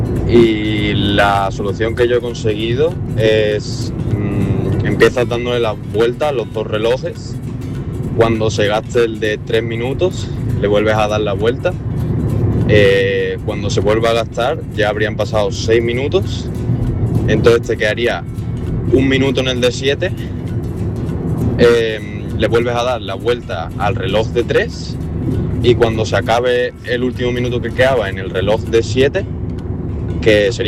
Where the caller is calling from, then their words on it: Seville, Andalusia, Spain; de Sevilla.